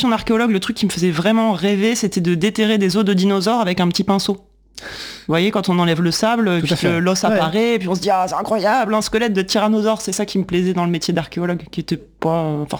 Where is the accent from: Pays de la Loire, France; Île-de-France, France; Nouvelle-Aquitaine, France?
Nouvelle-Aquitaine, France; Angoulême; born there; also born or lived in Clermont-Ferrand; Je suis né à Clermont-Ferrand où j'ai passé les 8 premières années de ma vie et ensuite j'ai déménagé à Angoulême.